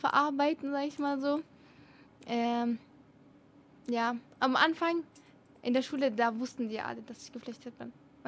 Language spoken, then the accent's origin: German; Filderstadt, Baden-Württemberg, Germany; also born or lived in Syria; Ja, das ist meine Heimat. Ja, Ich lebe da auch check. seit so 10 Jahren. Ja. Und ja, deswegen. Also ich habe auch mehr Erinnerungen hier in Deutschland als in Syrien